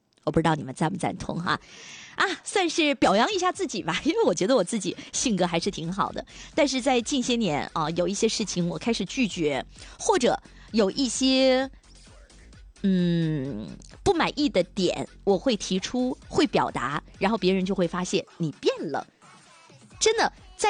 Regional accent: China

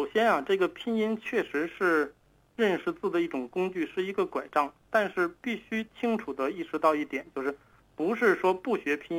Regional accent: China

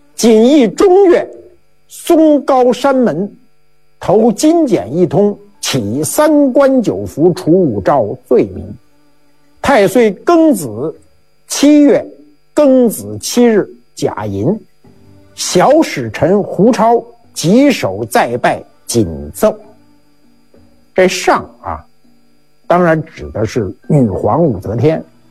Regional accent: China

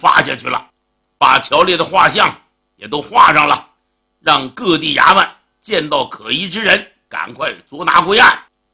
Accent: Northeast China, China; 像我这个说书先生是东北人，我们东北人家里边要是来客人呐，你不能说客人，你得说来且了。

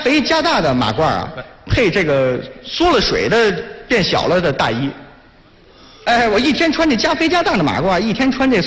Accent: Tangshan, Hebei, China; 唐山呢？

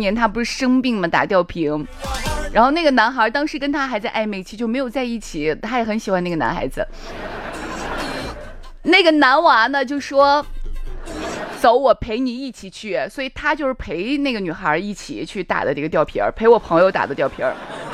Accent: Shaanxi, China; 就我们陕西人啊

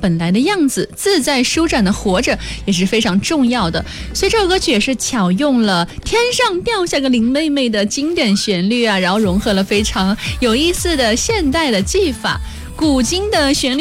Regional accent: Guangdong, China; 其实我们广东人还是非常熟悉的一个很经典的童谣，

